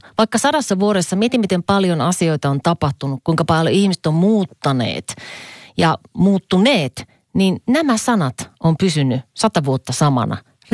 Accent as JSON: {"language": "Finnish", "town": "Kajaani", "region": "Kainuu", "country": "Finland", "tie": "born or raised there", "moved": "yes", "lives_now": "Helsinki, Finland", "said": "kun mä oon Kajaanista kotoisin, niin sehän nyt on niin kuin enemmän tuolla idässä. Niin kyllä se on vasta mulla. Vaikka mä olen asunut siis pois Kajaanista täällä etelässä ja Helsingissä ja ulkomailla."}